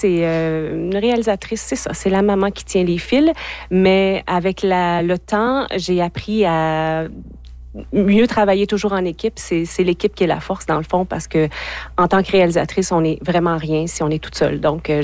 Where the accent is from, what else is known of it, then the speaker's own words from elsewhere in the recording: Saint-Bruno, Quebec, Canada; moved away as an adult; now in Abitibi, Canada; Je suis de Saint-Bruno au Lac-Saint-Jean, un petit village à l'époque qui avait 2500 habitants. Je dis à l'époque, ça fait vraiment longtemps maintenant que j'ai quitté mon petit patelin. Maintenant, je me considère un peu comme une Abitibienne.